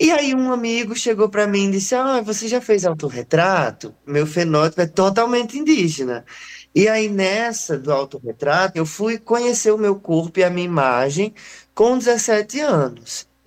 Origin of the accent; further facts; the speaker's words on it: Juazeiro do Norte, Ceará, Brazil; now in Crato, Brazil; … sou do Juazeiro do Norte, mas agora eu resido aqui na cidade do Crato, tudo na região do Cariri, e eu sou um artista indígena das etnias Cariris e Paiacus. A minha descendência vem da parte do meu pai, que é de Fortaleza, vem da região de Morada Nova.